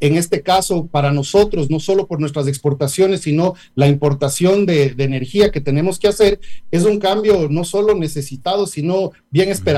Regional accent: Ecuador

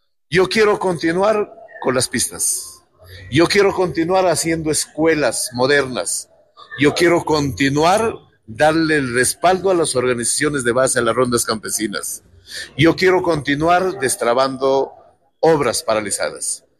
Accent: Tacabamba, Cajamarca, Peru; also born or lived in Sócota, Cutervo; Yo soy Chotano, soy del distrito de Tacabamba, la sucursal del cielo. Pero mira el privilegio que he tenido en mi vida, vivir en Sócota, que es parte de Cutervo.

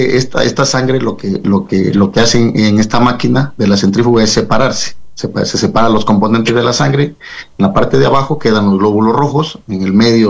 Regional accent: Cuenca, Azuay, Ecuador; now in Yantzaza, Ecuador; soy de Cuenca, y estaré esta próxima semana del día lunes 14 al miércoles 16 en Yanzaza

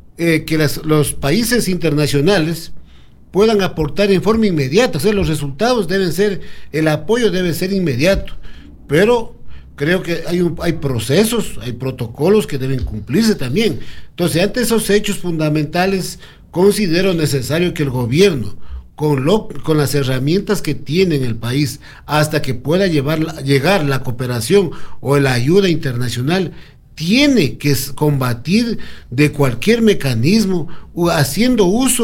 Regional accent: Ecuador; todos somos ecuatorianos

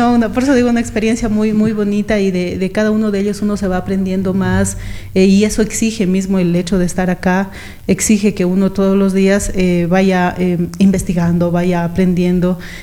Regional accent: Ecuador; somos los ecuatorianos así

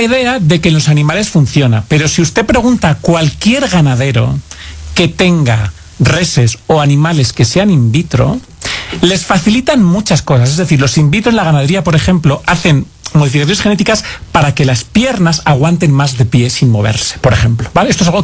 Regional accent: Spain; tenemos lugares como España, de donde yo vengo

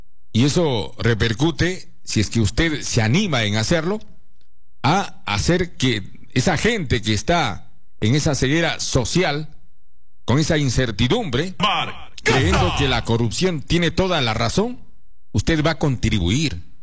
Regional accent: Peru

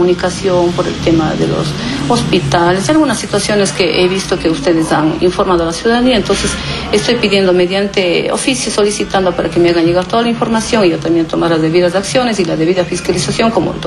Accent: Sidcay, Azuay, Ecuador; soy nativa de la parroquia rural Sitcay, entonces siempre yo he trabajado con el pueblo y para el pueblo

